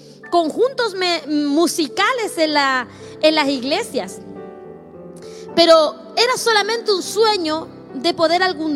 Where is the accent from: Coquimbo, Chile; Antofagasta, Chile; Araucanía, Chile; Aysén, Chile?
Coquimbo, Chile; born there; soy hija de padres cristianos. Yo nací en Coquimbo, de Coquimbo soy